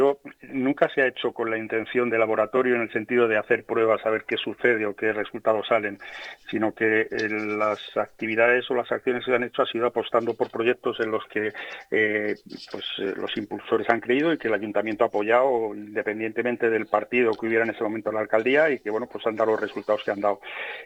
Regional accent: Puebla de la Sierra, Community of Madrid, Spain; tenemos, ahora mismo me parece que son 57, casi 58 kilómetros cuadrados, y yo creo que somos el pueblo de Madrid con la menor densidad, porque somos 110, 105, 106 habitantes, somos de los pueblos que menos densidad por kilómetro cuadrado tenemos de la Comunidad de Madrid

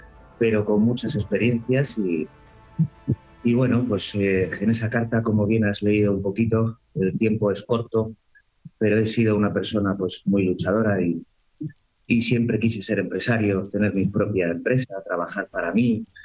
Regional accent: Madrid, Community of Madrid, Spain; born there; now in Granada, Spain; como bien has dicho, Leo, ya nos conocemos hace tiempo. Pues vengo de Madrid, yo nací en Madrid

